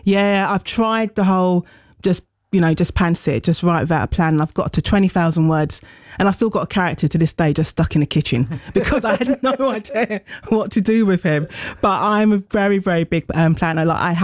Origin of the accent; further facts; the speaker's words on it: London, United Kingdom; I was born and bred, still live in Deptford, and that's where I'm from. My family's from Grenada originally.